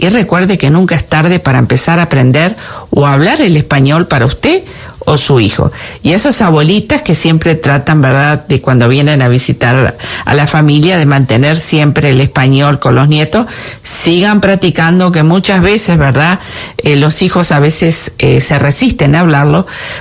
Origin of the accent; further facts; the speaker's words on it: Uruguay; first language Spanish; moved away; nuestro país natal, que somos de Uruguay